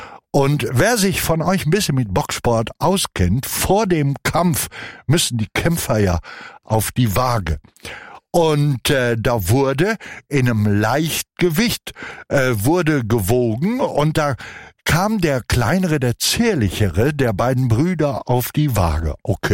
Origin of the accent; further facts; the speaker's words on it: Hamm, North Rhine-Westphalia, Germany; Ich bin ja im westfälischen Hamm aufgewachsen und wenige Kilometer entfernt davon ist die Stadt Aalen